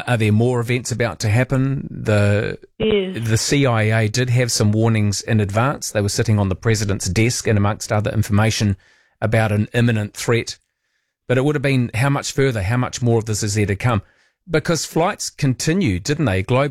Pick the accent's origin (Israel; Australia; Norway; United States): Australia; My daughter from Seattle was in New Zealand, as we're a family from Australia.